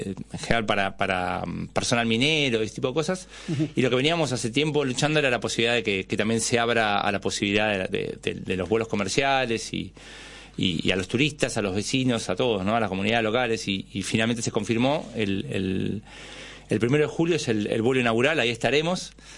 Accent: Buenos Aires, Argentina; moved away as an adult; also born or lived in Patagonia; Yo nací en Buenos Aires, ajá, vivo hace 20 años allá, y los 25 que había pasado acá anhelaba todo el tiempo ir al sur y sentía que ahí era mi lugar.

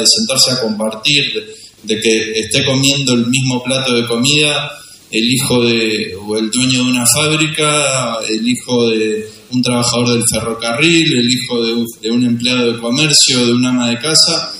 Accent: Maipú, Buenos Aires Province, Argentina; moved away; Yo vengo de un pueblo incluso más chico que Bolívar, se llama Maipú, somos 10.000 habitantes. Es un pueblo gobernado por el radicalismo y de 10.000 habitantes.

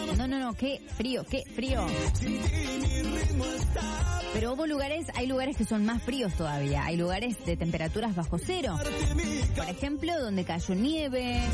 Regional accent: Bosque Alegre, Córdoba, Argentina; Yo acá por tomarme una sopa de trigo con verduritas para pasar el frío, somos de Bosque Alegre.

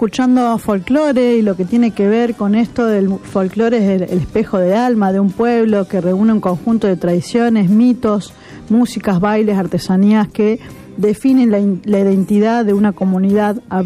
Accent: Argentina; pensamos en lo que es nuestro como argentino, en nuestras tierras

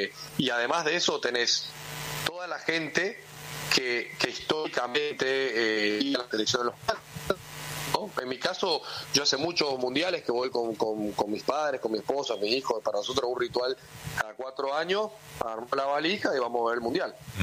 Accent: Salta, Argentina; Yo soy de Salta, imagínate.

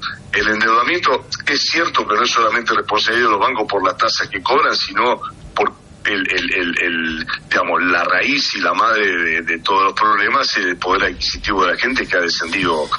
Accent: Santa Fe, Argentina; Los santafesinos estamos pagando.

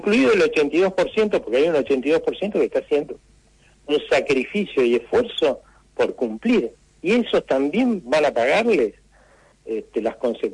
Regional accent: Argentina

